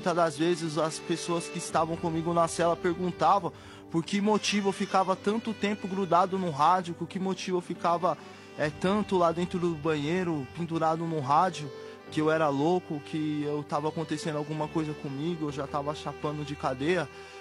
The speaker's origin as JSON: {"language": "Portuguese", "region": "São Paulo", "country": "Brazil", "lives_now": "Jundiaí, Brazil", "said": "sou da cidade de São Paulo. Atualmente, hoje eu moro em Jundiaí."}